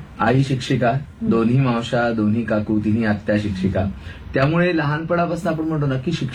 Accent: Mumbai, Maharashtra, India; म्हणजे लॅमिंटन रोडला माझी शाळा होती

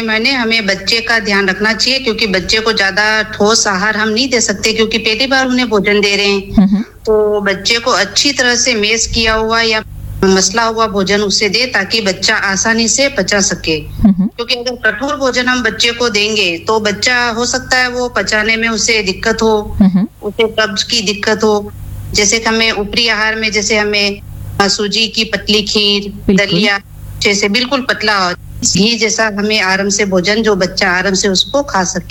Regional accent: Sajjangarh, Rajasthan, India; मैं सज्जनगढ़ ब्लॉक से हूँ।

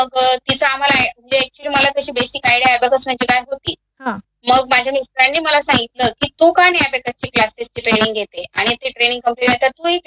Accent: Jamner, Maharashtra, India; also born or lived in Buldhana; म्हणजे माझं माहेर जे आहे ते माहेर माझं जामनेर आहे आणि सासर जे आहे ते बुलढाणा आहे.

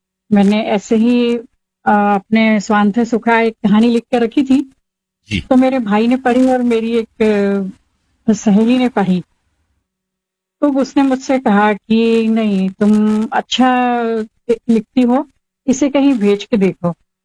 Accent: Bhopal, Madhya Pradesh, India; मैं भोपाल से हूँ और गृहिणी हूँ

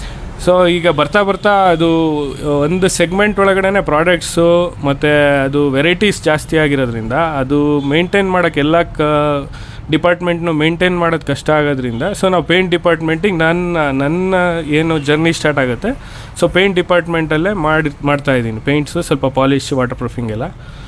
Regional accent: Shivamogga, Karnataka, India; ನಾನು ಹುಟ್ಟಿ ಬೆಳೆದಿದ್ದು ಇಲ್ಲೇ ಶಿವಮೊಗ್ಗದಲ್ಲಿ, ಬಟ್ ನಮ್ಮ ನೇಟಿವ್ ಬಂದ್ಬಿಟ್ಟು ಫಾದರ್ದು ಎನ್ಆರ್ಪುರ. ಸೊ ನಮ್ಮ ಫಾದರ್ 1980 ಶಿವಮೊಗ್ಗಕ್ಕೆ ಬರ್ತಾರೆ. ಸೊ 81 ಇಲ್ಲಿ ಸೆಟಲ್ ಆಗಿದ್ದೀವಿ ನಾವು.

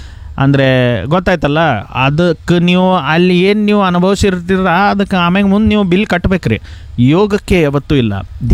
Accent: Belagavi, Karnataka, India

